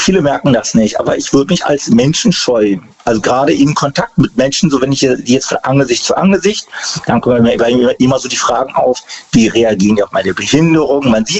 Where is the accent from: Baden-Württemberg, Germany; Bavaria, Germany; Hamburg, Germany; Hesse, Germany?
Baden-Württemberg, Germany; Mannheim; Aus Mannheim.